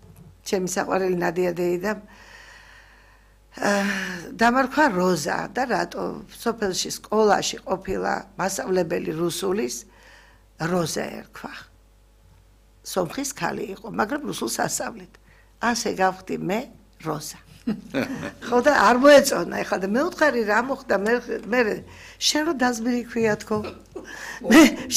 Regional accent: Kareli, Shida Kartli, Georgia; born there; იქ დავიბადე მე ქარელში

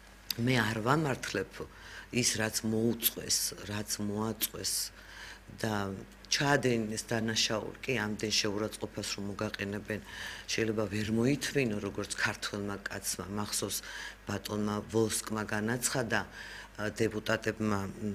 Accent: Samtredia, Imereti, Georgia; დიახ, თვითონაც სამტრედიელია და მე სამტრედიელში დაბადებული გაზრდილი ვარ და მე და ეკა ერთ სკოლაში ვსწავლობდით.

